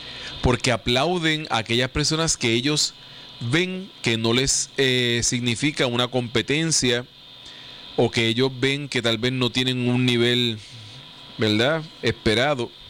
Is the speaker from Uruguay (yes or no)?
no; Puerto Rico